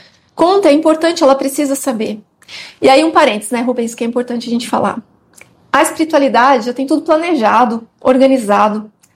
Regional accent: Campo Grande, Mato Grosso do Sul, Brazil; eu sou lá de Campo Grande do Mato Grosso do Sul

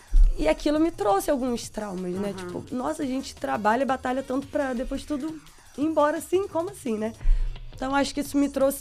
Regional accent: Cabo Frio, Rio de Janeiro, Brazil; Desde criança, sou de Cabo Frio.

